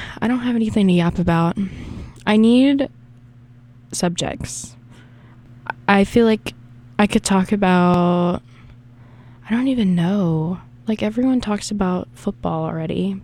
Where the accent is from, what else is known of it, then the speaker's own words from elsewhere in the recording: the South, United States; I'm from the South, and I say pecan.